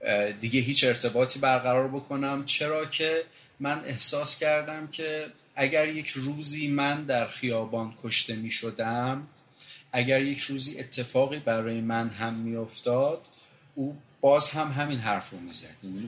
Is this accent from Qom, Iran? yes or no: yes; Qom, Iran; تو قم بزرگ شدم و فکر میکنم نزدیک 7 سال تو قم طلبه بودم